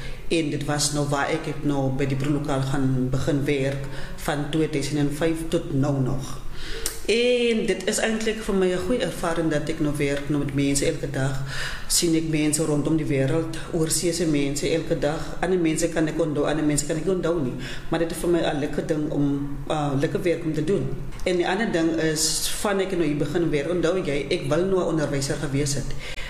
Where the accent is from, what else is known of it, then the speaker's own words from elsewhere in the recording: Eastern Cape, South Africa; first language Sotho; Afrikaans is a second language; ek het in Ooskaap groot geraak, daar was nie redig iemand wat sy met ons Afrikaans praat nie